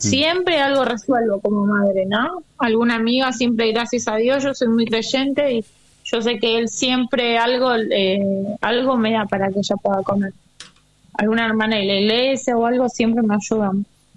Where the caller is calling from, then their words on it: Argentina; esta realidad que estamos viviendo como argentinos es muy triste